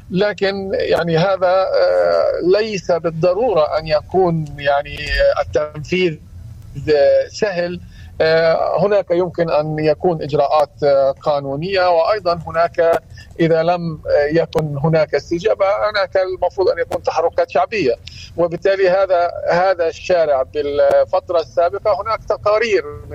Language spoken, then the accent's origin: Arabic; Palestine; علينا كفلسطينيين